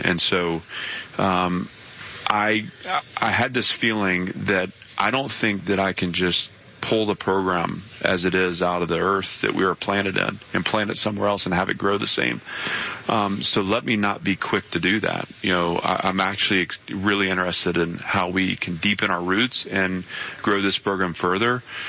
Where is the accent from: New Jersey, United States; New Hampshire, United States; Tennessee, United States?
Tennessee, United States; Nashville; none of it had to do with the fact that Vanderbilt's my alma mater or the fact that Nashville is my hometown.